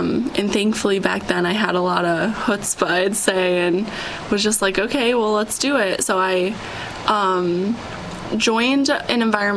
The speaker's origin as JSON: {"language": "English", "town": "Johnson City", "region": "New York", "country": "United States", "tie": "born or raised there", "said": "I was a Binghamton University student, but I'm also a local. I'm from Johnson City, so I grew up here."}